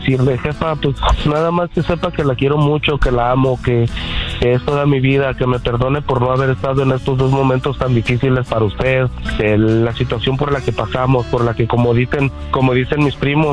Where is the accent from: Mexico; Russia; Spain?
Mexico; Michoacán; nosotros vivimos, somos de Michoacán, teníamos unas tierras ahí con aguacates, siembra, y pues tú sabes, hay uno para lo que uno hace para sobrevivir ahí en México.